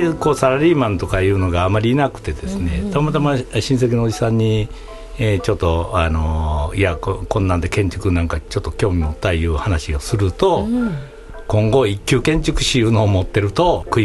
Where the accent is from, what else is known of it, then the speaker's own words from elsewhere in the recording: Osaka, Japan; born there; 僕大阪で生まれてるんですけれども、はい、両親が淡路島の海辺の出身なんですね。